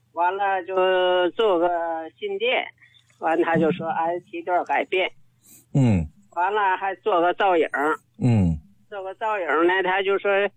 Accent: Shenyang, Liaoning, China; 我是沈阳的。今年83了

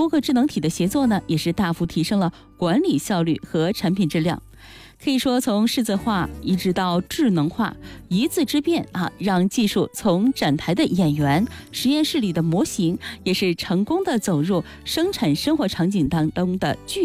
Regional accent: Tianjin, China; 咱们天津人

